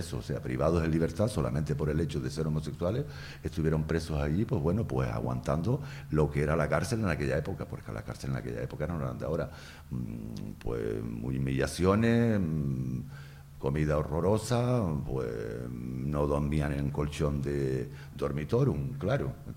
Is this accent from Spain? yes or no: yes; Fuerteventura, Canary Islands, Spain; yo que soy de Fuerteventura y soy majorero